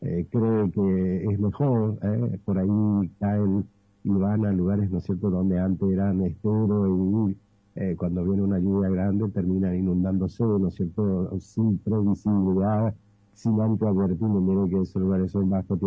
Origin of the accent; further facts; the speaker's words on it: Argentina; soy capitalino